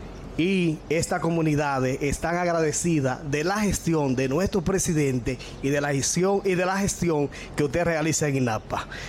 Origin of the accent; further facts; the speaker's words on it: Maizal, Dominican Republic; Muy buenos días a mi pueblo de Maizal.